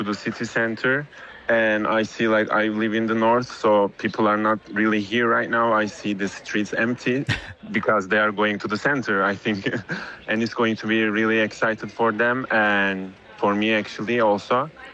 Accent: Turkey; moved away; I'm from Turkey, actually

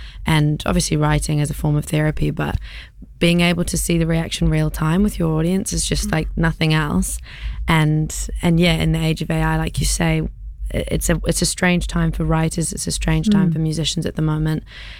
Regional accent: Tonga; now in London, United Kingdom; And I'm from Tonga, I'm from the Pacific Islands.

